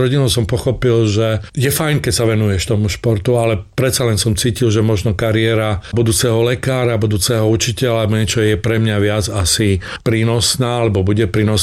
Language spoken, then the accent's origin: Slovak; Čemerné, Prešov Region, Slovakia; also born or lived in Bardejov; Ja som sa narodil v Bardejove a potom sme sa presťahovali do Čemerného, pretože otec bol lekár a zaviedlo tam misia lekára.